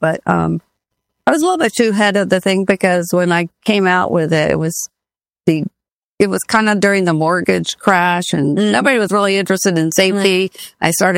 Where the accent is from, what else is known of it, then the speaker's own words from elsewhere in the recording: Palm Harbor, Florida, United States; So I was raised in Palm Harbor, and then I went to school. I went away to school, to boarding school in Mount Dora, Florida